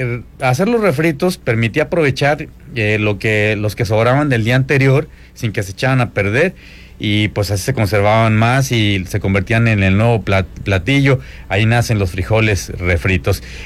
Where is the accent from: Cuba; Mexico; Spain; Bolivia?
Mexico; el mexicano, pues somos de buen diente